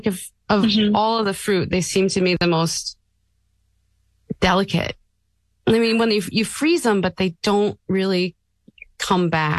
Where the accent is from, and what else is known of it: Park Rapids, Minnesota, United States; born or raised there; moved away; also born or lived in New York